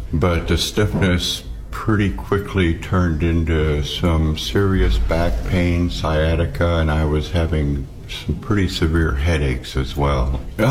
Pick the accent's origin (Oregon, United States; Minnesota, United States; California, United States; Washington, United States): Oregon, United States; Forest Grove; I am from Forest Grove, Oregon.